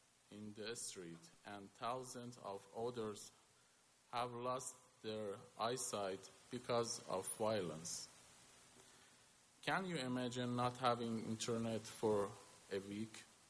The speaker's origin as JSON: {"language": "English", "country": "Iran", "second_language": "English", "moved": "as an adult", "lives_now": "United States", "said": "I want to share a little about my life and about my home country, Iran."}